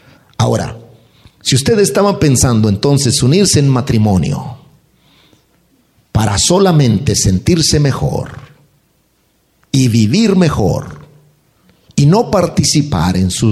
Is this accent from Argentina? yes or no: no; Mexico; moved away; los casos de necesidad y los casos extremos que por muchos años se vio muy común en México, hablando particularmente de donde vengo.